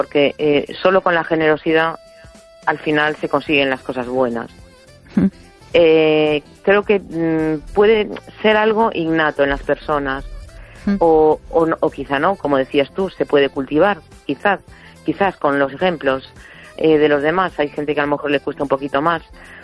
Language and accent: Spanish; A Coruña, Galicia, Spain